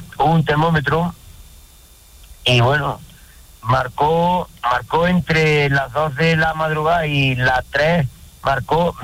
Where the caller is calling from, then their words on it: Pontones, Andalusia, Spain; Yo estoy en un pueblo que hay en la Sierra de Cazorla, Segura y La Villa, que se llama Pontones.